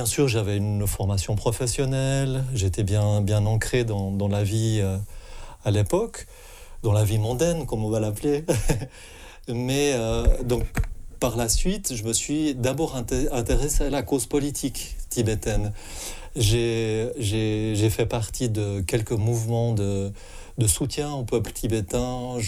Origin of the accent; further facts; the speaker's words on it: Fribourg, Switzerland; also born or lived in Geneva; Donc je suis né effectivement en Suisse, dans la région de Fribourg. Donc je suis né à Fribourg et ensuite j'ai vécu pas mal de temps à Genève.